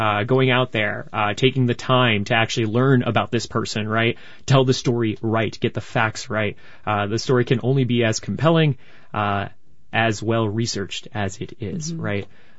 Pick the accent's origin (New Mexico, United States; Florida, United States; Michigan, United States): Florida, United States; moved away as an adult; now in Central Florida, United States; growing up in South Florida, coming here